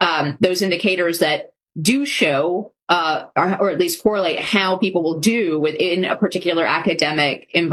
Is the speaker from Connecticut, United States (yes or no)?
no; California, United States; I grew up in California, so I'm a product of the UC system myself.